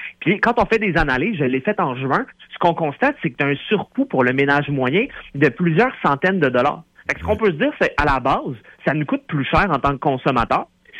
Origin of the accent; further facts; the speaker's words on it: Quebec, Canada; en tant que Québécois